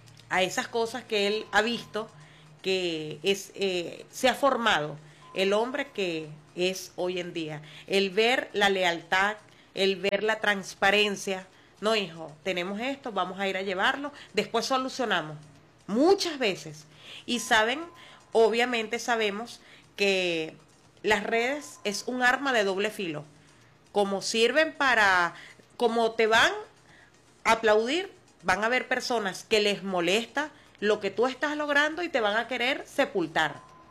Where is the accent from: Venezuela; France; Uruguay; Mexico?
Venezuela; yo soy una venezolana de a pie igualito que todos.